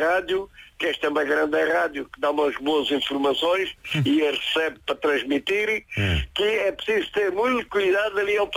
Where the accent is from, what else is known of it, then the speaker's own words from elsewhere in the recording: Ponte de Sor, Alentejo, Portugal; moved away; also born or lived in Sacavém; eu sou natural de Pão de Sor.